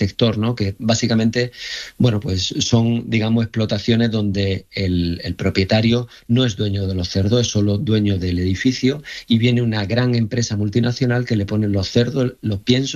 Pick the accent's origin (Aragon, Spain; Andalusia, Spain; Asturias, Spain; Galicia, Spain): Andalusia, Spain; Jaén; soy de Jaén y de familia que ha trabajado el campo